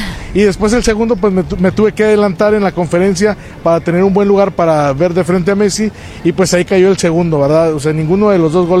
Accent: Mexico; Somos de México.

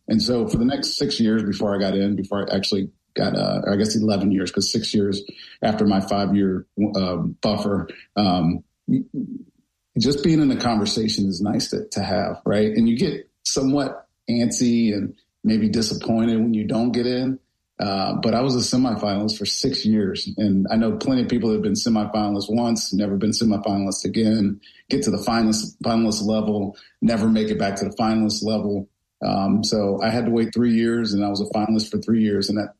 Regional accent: Roanoke, Virginia, United States; also born or lived in Blacksburg, Virginia / Charlottesville, Virginia; So I grew up in Roanoke, Virginia. I was actually born in Blacksburg, outside of Virginia Tech. My mom and dad went to school at Tech. So grew up in Roanoke, then went to Charlottesville.

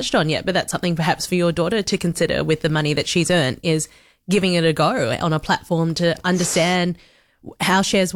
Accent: Australia; I grew up in Australia, but Commonwealth Bank, they did a little checkbook, and I had one of those as a kid.

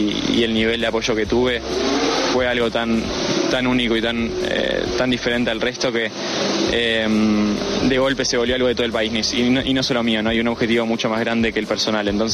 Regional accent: Argentina; demostrar que soy argentino, que estoy muy, muy orgulloso de serlo

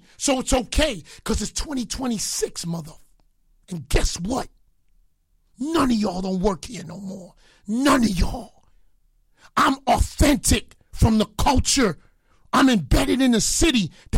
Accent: New York City, New York, United States; also born or lived in Jamaica; I'm from the Bronx, where it was moving.

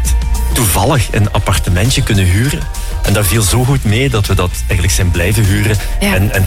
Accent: Limburg, Belgium; Ja, weet je, Limburg en West-Vlaanderen hebben altijd al een speciale connectie gehad en ik voel het als Limburger ook wel altijd heel erg kriebelen als ik aan de kust ben.

